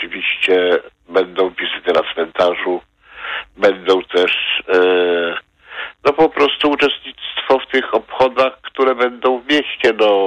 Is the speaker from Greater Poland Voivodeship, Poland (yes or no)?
no; Warsaw, Masovian Voivodeship, Poland; Jako warszawiak od wielu, wielu pokoleń mam historię związaną, historię rodziny związaną z tym powstaniem.